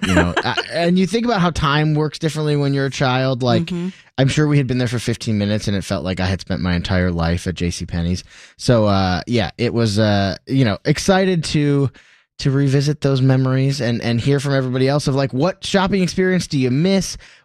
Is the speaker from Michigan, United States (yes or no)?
yes; Michigan, United States; growing up in, suburban Detroit